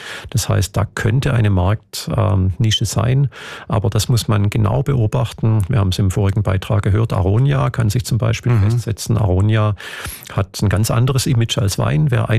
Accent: Germany; man sieht das auch in Deutschland, wo ich herkomme schon, dass viele Winzerbetriebe aufgeben müssen

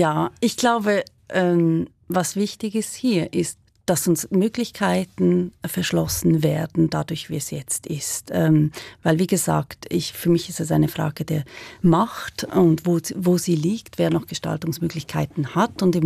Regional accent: Switzerland; als Schweizerin

